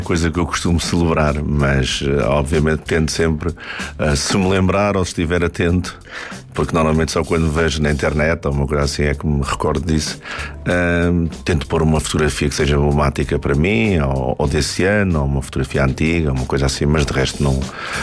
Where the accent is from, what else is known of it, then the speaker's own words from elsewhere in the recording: Lisbon, Portugal; Então a nossa vida foi sempre em Lisboa. Já nasci em Lisboa, embora que seja Viana do Castelo, é a minha terra, digamos assim